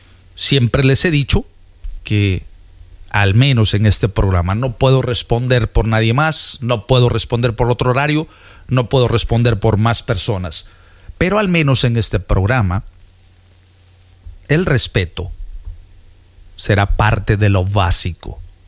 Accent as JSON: {"language": "Spanish", "region": "Veracruz", "country": "Mexico", "said": "soy de oro, soy jarocho."}